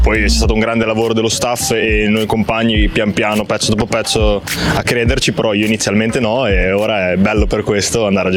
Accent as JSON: {"language": "Italian", "town": "Bologna", "region": "Emilia-Romagna", "country": "Italy", "said": "per me che sono di Bologna"}